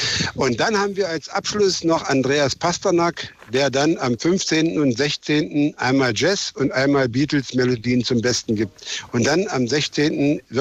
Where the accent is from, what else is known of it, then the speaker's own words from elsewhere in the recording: Magdeburg, Saxony-Anhalt, Germany; wir waren ja als Magdeburger nahe dran